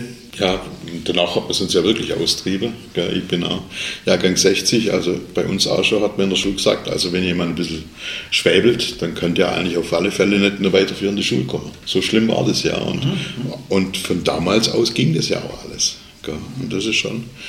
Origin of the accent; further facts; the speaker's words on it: Albstadt, Baden-Württemberg, Germany; allein, wo ich herkomme, Albstadt Ebinger, ja, Auschmettinger, zwei Orte weiter, die hast du nicht verstanden.